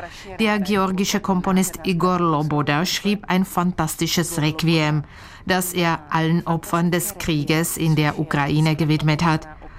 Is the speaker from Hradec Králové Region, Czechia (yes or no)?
no; Ostrava, Moravian-Silesian Region, Czechia; Meine Eltern sind dort geboren. Dann zogen sie jedoch für die Arbeit nach Ostrau. Ich bin also schon eine gebürtige Ostrauerin.